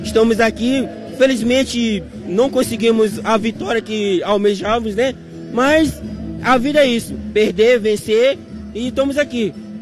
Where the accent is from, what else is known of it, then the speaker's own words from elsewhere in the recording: Pinheiro, Maranhão, Brazil; now in Chapecó, Brazil; Pinheiro, minha terra natal.